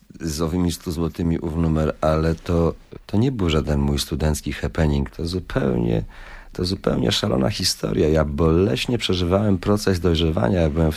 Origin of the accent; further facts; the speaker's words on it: Łódź, Łódź Voivodeship, Poland; born there; moved away as an adult; also born or lived in Kalisz / Poznań / Warsaw; now in Kraków, Poland; urodziłem się w Łodzi na Łęczyckiej 8.